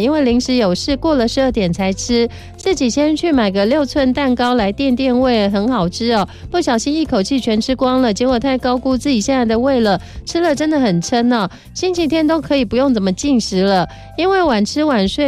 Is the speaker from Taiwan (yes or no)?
yes; Taiwan; 翠就是我们台湾人的赖啊，公共赖。